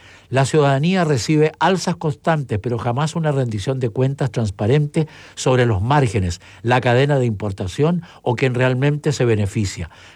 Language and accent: Spanish; Chillán, Ñuble, Chile; en Chillán, mi tierra, en Ñuble